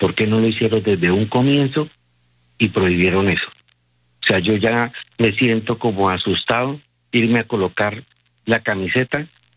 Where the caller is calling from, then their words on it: Colombia; como colombiano